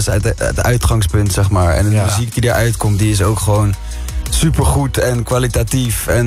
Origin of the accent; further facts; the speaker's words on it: The Hague, South Holland, Netherlands; Den Haag komen Den Haag. We vandaan.